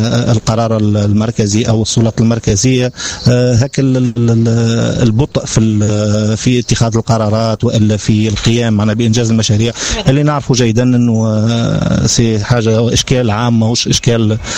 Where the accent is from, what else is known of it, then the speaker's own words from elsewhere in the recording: Sfax Governorate, Tunisia; كقراقنا مع بعضنا